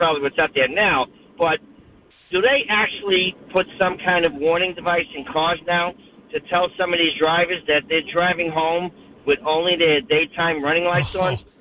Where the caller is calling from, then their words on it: Lancaster, Massachusetts, United States; I live in Lancaster, Mass, but I'm on I-93 right now, headed to New Hampshire for work.